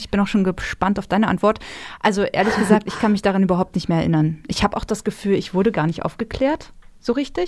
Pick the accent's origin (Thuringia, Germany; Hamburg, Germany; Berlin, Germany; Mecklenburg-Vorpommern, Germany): Berlin, Germany; Also ich komme halt aus Berlin